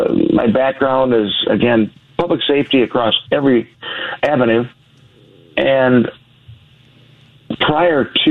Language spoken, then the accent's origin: English; Aurora, Illinois, United States; I grew up in Aurora, Illinois, about 40 miles west of Chicago.